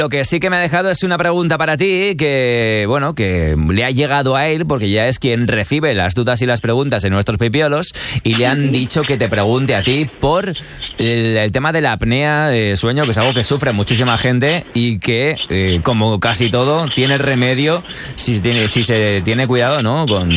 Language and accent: Spanish; Navarre, Spain; en mi tierra, en nuestra tierra, en Navarra